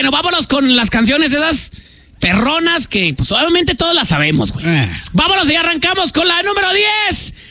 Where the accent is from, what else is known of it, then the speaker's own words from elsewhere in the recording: Durango, Mexico; nosotros que somos de Durango